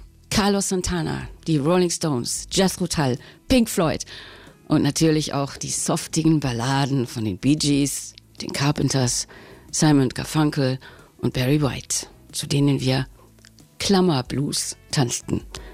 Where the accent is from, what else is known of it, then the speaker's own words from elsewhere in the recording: North Rhine-Westphalia, Germany; Aber bei unseren Partys und Kellerfeten, so hieß das damals bei uns im Ruhrgebiet, da ließen wir es krachen.